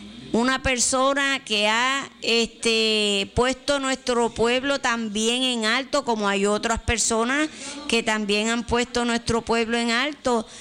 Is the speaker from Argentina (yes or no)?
no; San Germán, Puerto Rico; also born or lived in Sabana Grande, Puerto Rico; porque yo me crié aquí en San Germán, pero sí soy pura sabaneña, nacida en el Hospital Viejo de Sabana Grande. Yo creo que yo soy de las últimas que nacieron allí.